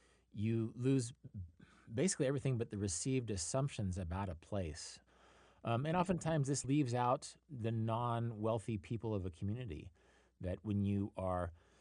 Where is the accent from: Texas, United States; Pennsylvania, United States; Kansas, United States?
Kansas, United States; And as a person with a fierce pride from my home state